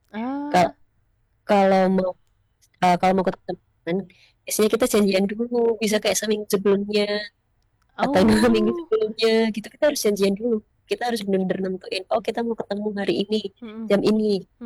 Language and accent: Indonesian; Indonesia; moved away as an adult; now in Australia; sama-sama Indonesia.